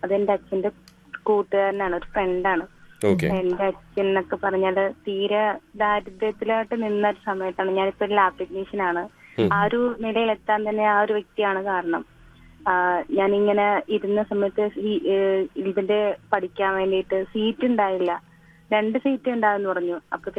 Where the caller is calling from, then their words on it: Kochi, Kerala, India; ഇത് എറണാകുളം പേട്ട.